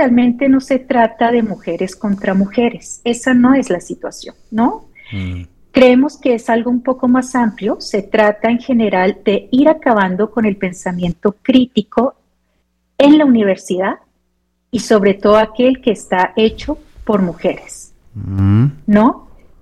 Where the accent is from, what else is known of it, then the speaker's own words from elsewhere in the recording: Colombia; now in Mexico; Yo soy colombiana, entonces tengo una experiencia en Colombia y en México